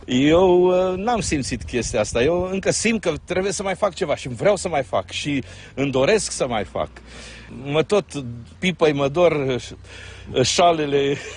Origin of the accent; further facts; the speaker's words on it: Sibiu, Sibiu County, Romania; now in Ploiești, Romania; Din Ploiești. Acolo locuiesc, m-am măritat acolo că sunt sibian, de fapt.